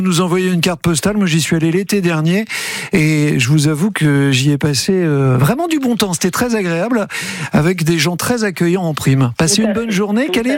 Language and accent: French; Normandy, France; Ah oui, chez nous, en Seine-Maritime, la coquille ?